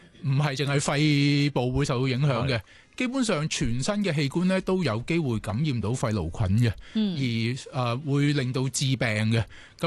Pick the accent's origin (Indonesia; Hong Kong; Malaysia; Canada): Hong Kong; 而我哋香港嘅居民七百万啦